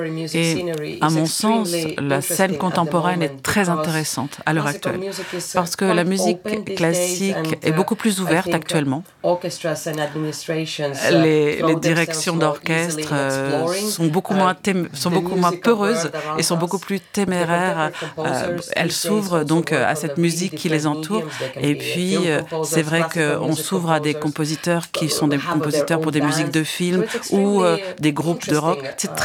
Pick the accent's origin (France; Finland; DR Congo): Finland; born or raised there; also born or lived in Ukraine